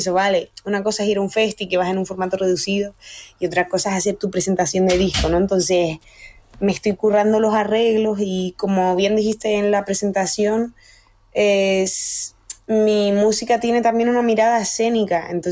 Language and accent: Spanish; Canary Islands, Spain